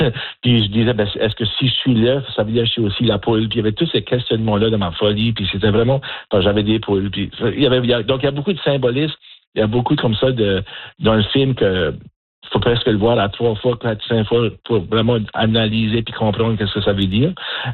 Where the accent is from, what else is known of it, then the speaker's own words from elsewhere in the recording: Canada; Puis aussi, mais je suis acadien, je suis père de famille, tout ça.